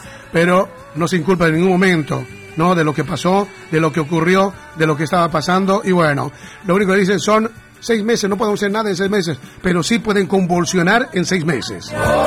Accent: Bolivia; now in Argentina; me duele como boliviano

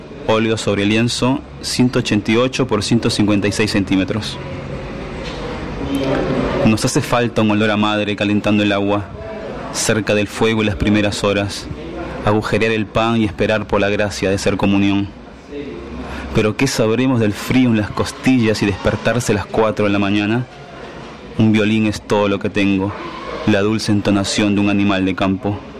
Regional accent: Peru; moved away as an adult; now in Alto Valle, Argentina; soy peruano, vivo en la Argentina desde el 2006 y aquí en el Valle desde el 2011.

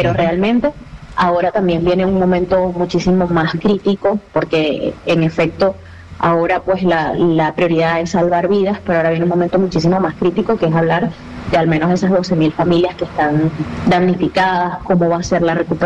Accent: Venezuela; si algo nos caracteriza a nosotros como venezolanos

